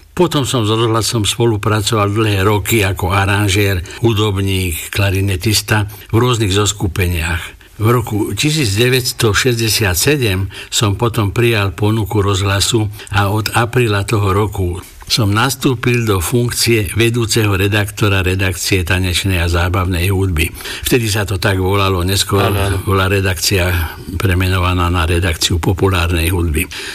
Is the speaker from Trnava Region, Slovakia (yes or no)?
yes; Veľké Kostoľany, Trnava Region, Slovakia; also born or lived in Zohor / Gajary / Bratislava; Mladé roky som strávil nie len vo Veľkých Kostolanoch. Narodil som sa v Zohore, potom sme bývali v Gajaroch, potom vo Veľkých Kostolanoch, potom som išiel do Bratislavy